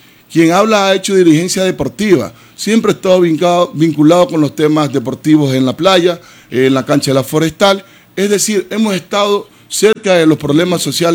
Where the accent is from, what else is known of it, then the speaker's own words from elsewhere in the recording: Esmeraldas, Ecuador; Y quien les habla nació en uno de los barrios más pobres de Esmeralda. Yo vengo de la Parada 7, de la Malecón y Ramón Tello. Yo vengo de allá, Malecón y Muriel.